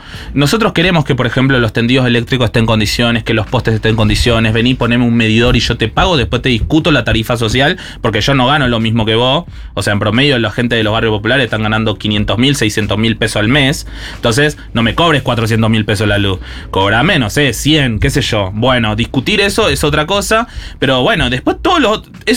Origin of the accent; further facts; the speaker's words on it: Buenos Aires, Argentina; also born or lived in Paraguay; Yo hace 20 años que estoy viviendo en la Ciudad de Buenos Aires y antes 8 años viví en Paraguay. O sea, soy porteño.